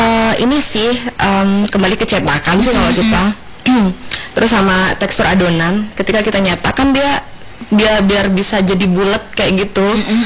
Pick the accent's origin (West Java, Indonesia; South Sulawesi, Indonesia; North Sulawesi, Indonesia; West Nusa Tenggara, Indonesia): West Nusa Tenggara, Indonesia; Lombok; Tapi karena kita orang Lombok gitu